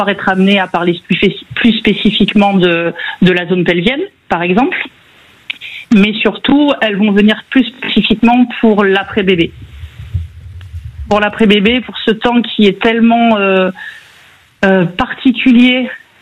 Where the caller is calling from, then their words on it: Nouvelle-Aquitaine, France; je viens du Pays Basque